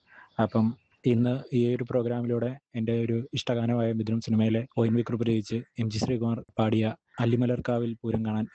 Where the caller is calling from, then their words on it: Kainakary, Kerala, India; ഞാൻ ആലപ്പുഴ കൈനഗരിയിൽ നിന്നാണ് മെസ്സയക്കുന്നത്.